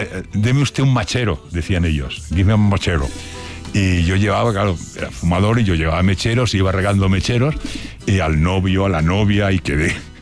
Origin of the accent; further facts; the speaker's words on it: Spain; ¿de dónde eres? Ah, de España.